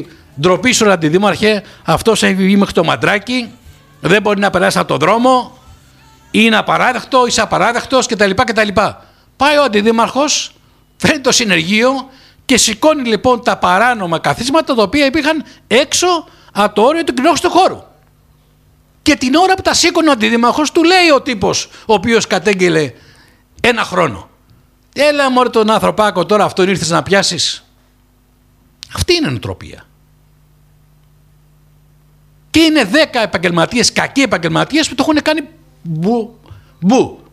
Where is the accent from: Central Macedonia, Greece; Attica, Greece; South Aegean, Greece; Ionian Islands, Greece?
South Aegean, Greece; Rhodes; εγώ γεννήθηκα στην Μεσσωνική πόλη, μεγάλωσα στη Μεσσωνική πόλη.